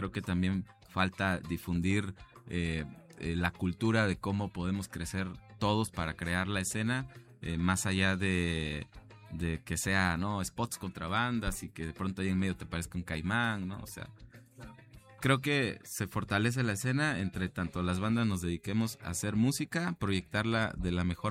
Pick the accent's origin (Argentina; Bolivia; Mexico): Mexico; Oaxaca